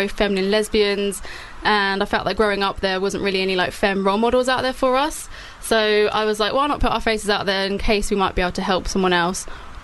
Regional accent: United Kingdom; accent: hybrid; this is my wife, Whitney, and she's American, and I'm British. But from my accent, you might not be able to tell that because it's a bit of a hybrid.

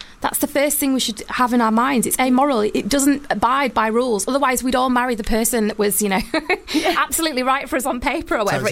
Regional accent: Wakefield, Yorkshire and the Humber, United Kingdom; I'm from Wakefield.

